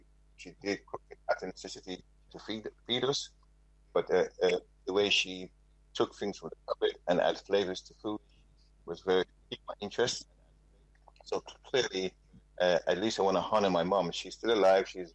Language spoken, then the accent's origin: English; England, United Kingdom; born there; now in Saint Lucia; I mean, I'm a Jamaican mother, Asian father, living in St. Lucia, born in England.